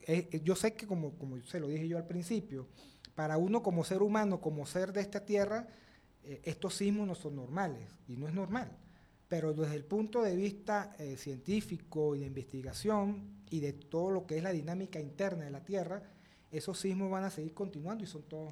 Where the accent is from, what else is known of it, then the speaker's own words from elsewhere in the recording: Venezuela; Mis padres son extranjeros, pero yo prácticamente me siento más venezolano que cualquier otra persona, porque yo amo a mi país, yo amo mi tierra.